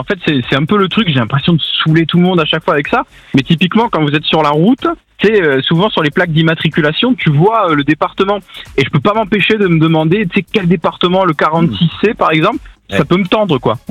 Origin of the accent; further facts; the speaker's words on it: Paris, Île-de-France, France; Mais je sais que le 75, c'est Paris, c'est chez moi.